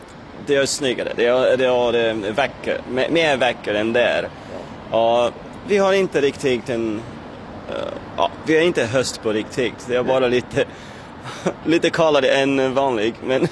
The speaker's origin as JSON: {"language": "Swedish", "region": "São Paulo", "country": "Brazil", "second_language": "Swedish", "moved": "yes", "lives_now": "Sweden", "said": "Jag är från Brasilien och jag har precis kommit från semester därifrån."}